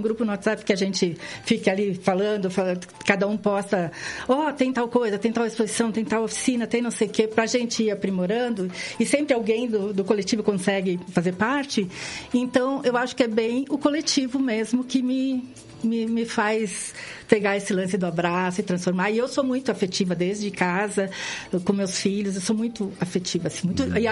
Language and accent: Portuguese; Nova Prata, Rio Grande do Sul, Brazil; born there; also born or lived in Bento Gonçalves, Brazil / Ponta Grossa, Brazil; now in Curitiba, Brazil; Eu nasci em Nova Prata, capital do Basalto lá, tá?